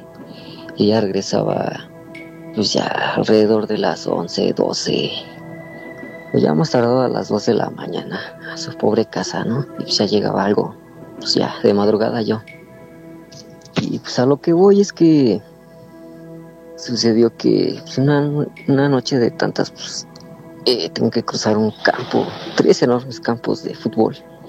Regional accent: Toluca, State of Mexico, Mexico; Soy de Toluca y no daré muchos detalles donde ocurre esto, pero esto me sucedió hace 2 años.

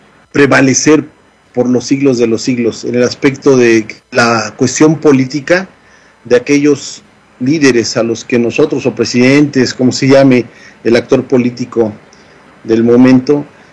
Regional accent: Mexico; voy a hablar como mexicano

